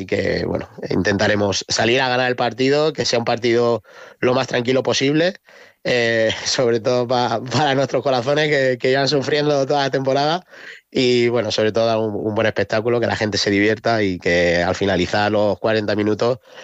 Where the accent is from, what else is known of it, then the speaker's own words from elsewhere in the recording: Puertollano, Castilla-La Mancha, Spain; yo que soy aquí de Puerto Llano